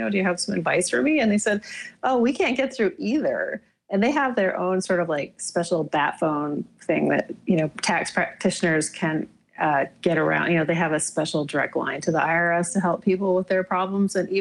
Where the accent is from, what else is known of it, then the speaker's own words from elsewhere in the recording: Ogden, Utah, United States; because I'm from Ogden, Utah.